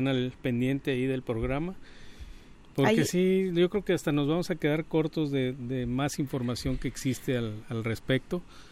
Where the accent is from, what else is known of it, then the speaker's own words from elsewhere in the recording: Mexico; now in Cuatro Ciénegas, Mexico; todos estos herbívoros que también son parte de la alimentación que tenemos los mexicanos.